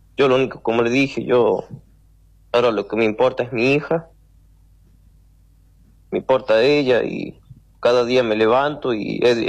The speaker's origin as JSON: {"language": "Spanish", "region": "Buenos Aires", "country": "Argentina", "moved": "yes", "said": "yo hace 13 años que me vine de Buenos Aires con mi familia, mi viejo, mis hermanos."}